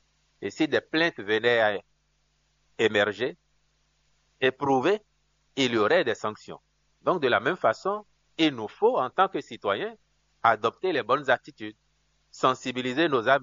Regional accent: Benin; comme je suis un Béninois responsable

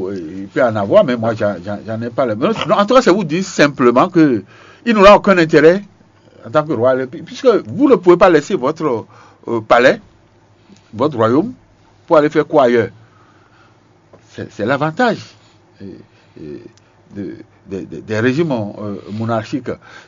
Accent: Benin

